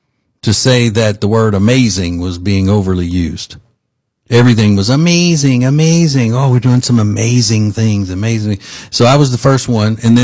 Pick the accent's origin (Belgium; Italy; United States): United States; Louisiana; also born or lived in Alabama; now in Charlotte, United States; when I lived in Alabama or when I was growing up in Louisiana.